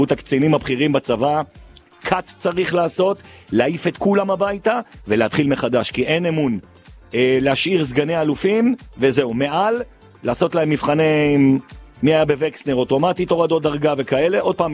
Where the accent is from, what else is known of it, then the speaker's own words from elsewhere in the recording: Jerusalem, Jerusalem District, Israel; אנחנו גבעת מסועה. טוב, זה, כולנו פה ירושלמים